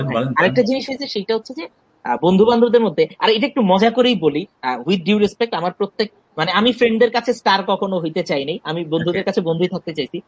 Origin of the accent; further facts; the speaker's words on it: Dhaka, Dhaka Division, Bangladesh; also born or lived in Lakshmipur; আমি আসলে ঢাকাতেই বড় হয়েছি, এবং আমার আমার জীবন যাপন, আমার চিন্তা ভাবনা, আমার কথাবার্তা, আমার জোক, আমার লেখালেখি সব জায়গায় আসলে ঢাকাটাই বেশি, আমি ঢাকার এই যানজট যান্ত্রিকতা এগুলোর মধ্যেই বড় হয়েছি